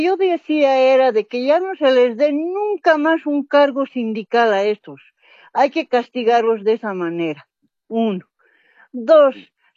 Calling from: La Paz, Bolivia; De la ciudad de La Paz.

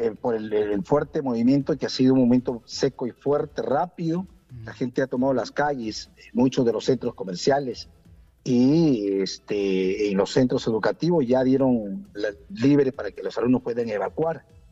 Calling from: Ica, Peru

